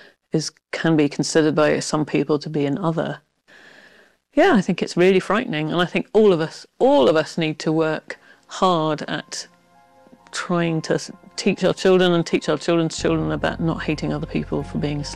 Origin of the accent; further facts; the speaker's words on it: Canterbury, South East England, United Kingdom; born there; Well, I was born in Canterbury, and then